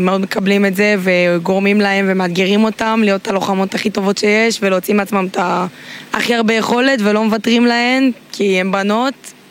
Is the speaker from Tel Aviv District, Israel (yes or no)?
no; Sdot Yam, Haifa District, Israel; גדלתי בים, ככה ההורים שלי השרישו. הייתי הולכת הרבה לשדות ים, לחוף שם, גדלתי שם.